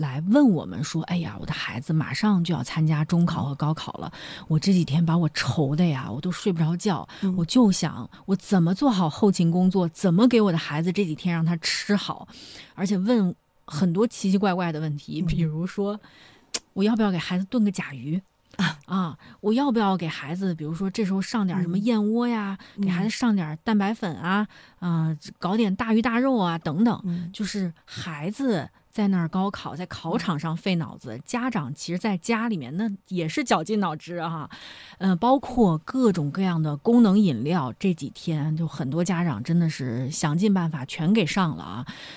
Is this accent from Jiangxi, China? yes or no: no; Zhengzhou, Henan, China; moved away; 我老家是河南郑州，我们那儿其实是以面食为主